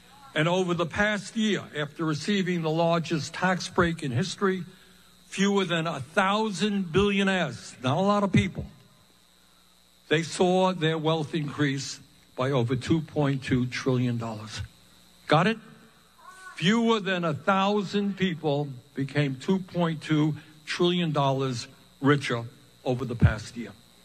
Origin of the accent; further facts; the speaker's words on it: New York City, New York, United States; We lived in a rent-controlled apartment. I grew up in Brooklyn. Rent-controlled apartment.